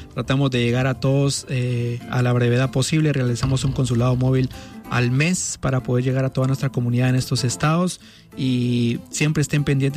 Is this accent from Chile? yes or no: no; Guatemala; nosotros como guatemaltecos estamos aquí para apoyarnos, no para estorbarnos